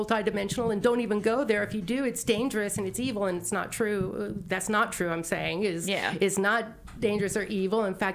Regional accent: New Mexico, United States; moved away; And I'm from New Mexico.

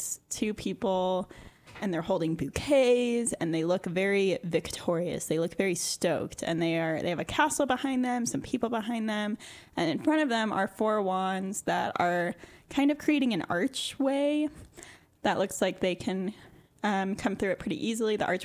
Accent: Reno, Nevada, United States; I grew up in Reno, Nevada.

